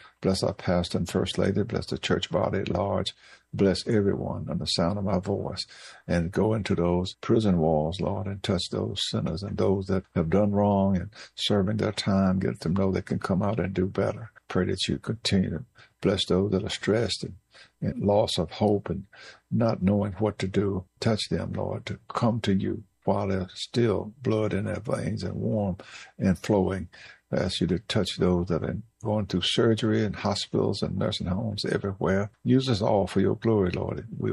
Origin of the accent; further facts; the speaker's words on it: Cascade, Virginia, United States; Cascade, Virginia, my hometown.